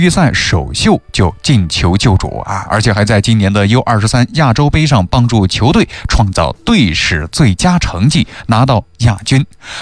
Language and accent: Chinese; Xinjiang, China; 属于我们新疆人自己的足球盛宴